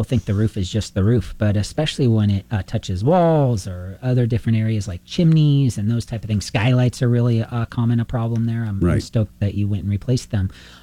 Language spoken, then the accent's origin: English; Portugal; moved away; I was gone for 3 weeks on that trip to Portugal and see my hometown there.